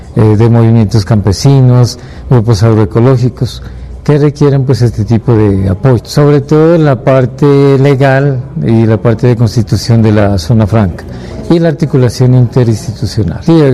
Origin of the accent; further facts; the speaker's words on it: Pupiales, Nariño, Colombia; vengo desde Pupiales, trabajamos con organizaciones de base.